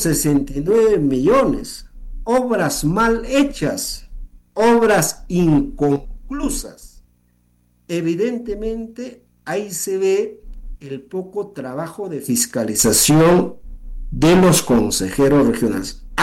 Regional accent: Acos, Ayacucho, Peru; yo soy de Acos. Soy usuario más de 10 años, yo soy comunero más de 10 años, tengo chacra

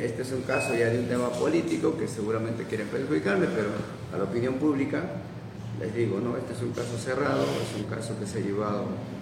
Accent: Villa Rica, Pasco, Peru; nosotros somos de Oxapampa, somos de Villarrica, tenemos una oficina en la Avenida Marginal

